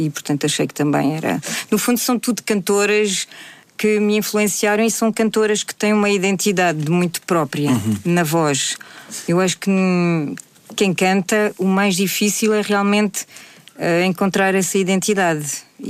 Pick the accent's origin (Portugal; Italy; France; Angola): France; muitas pessoas me diziam: português é muito difícil de cantar. Logo eu, que vim de França, não é? E que de repente pego na língua portuguesa